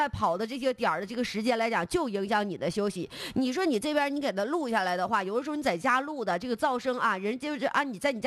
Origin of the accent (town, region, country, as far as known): Northeast China, China